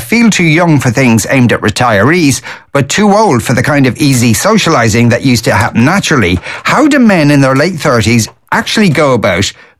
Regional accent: Clondalkin, County Dublin, Ireland; I'm a carpenter from Clondalkin. I married an artist from Williamsburg in Brooklyn.

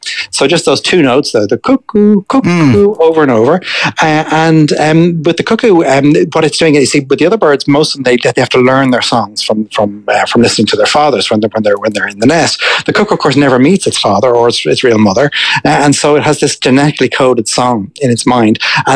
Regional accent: Ireland; we're all Irish people

